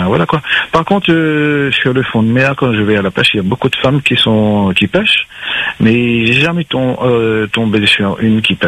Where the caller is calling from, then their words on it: Saint-Denis, Réunion; moi je suis à Saint-Denis